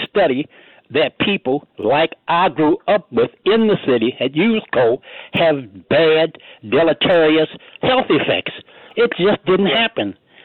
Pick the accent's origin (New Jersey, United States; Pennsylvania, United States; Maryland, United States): Maryland, United States; Baltimore; Now, I grew up in East Baltimore. The man would bring coal and put it through the downstairs window, which looked on the front, and we used coal to heat our furnace.